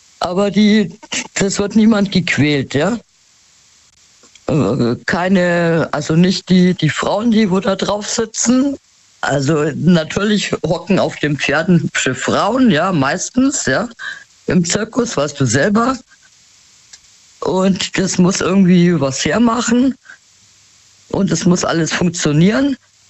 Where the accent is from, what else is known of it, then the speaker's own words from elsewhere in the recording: Munich, Bavaria, Germany; weil ich komme aus München, ja.